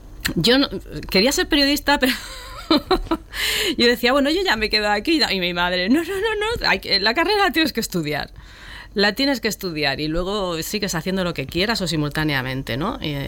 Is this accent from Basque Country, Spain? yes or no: no; Albox, Andalusia, Spain; born there; also born or lived in Sabadell; Yo considero que me he formado como persona, mi adolescencia todo en Albox, y adoro Andalucía, me considero andaluza.